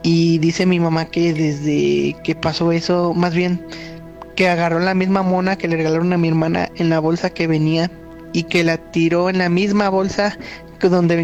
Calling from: San Francisco del Rincón, Guanajuato, Mexico; de San Francisco del Rincón, Guanajuato.

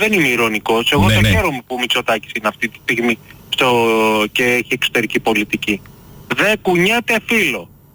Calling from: Glyfada, Attica, Greece; από Γλυφάδα.

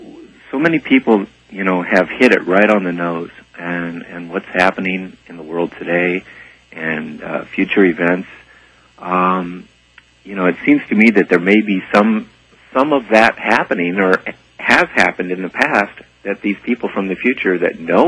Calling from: Palm Springs, California, United States; sir. Calling from Palm Springs.

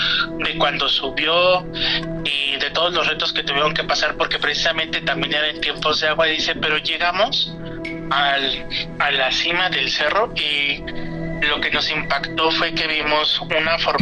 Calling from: Mexico City, Mexico; De aquí de la Ciudad de México y de la Gustavo Madero.

